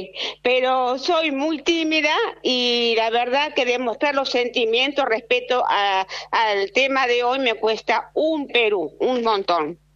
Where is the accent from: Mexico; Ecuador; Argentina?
Argentina; San Martín; Desde la niñez vivo siempre allí, en San Martín.